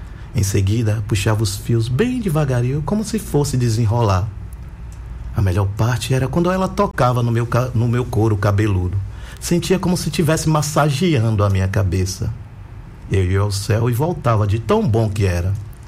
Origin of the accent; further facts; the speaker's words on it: Feira de Santana, Bahia, Brazil; lá em Feira de Santana, eu sou de um distrito